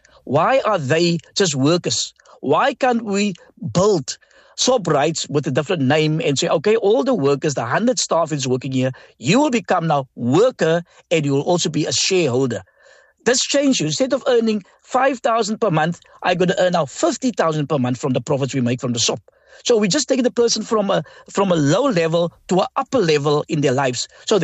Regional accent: South Africa; We believe that we are South African citizens

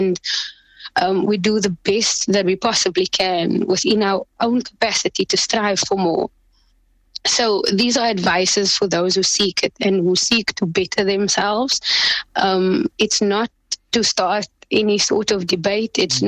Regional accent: Cape Town, Western Cape, South Africa; I'm born and bred in Cape Town. So SubhanAllah, in my opinion, I come from a very traditional Islamic home, but I never really felt like I belonged.

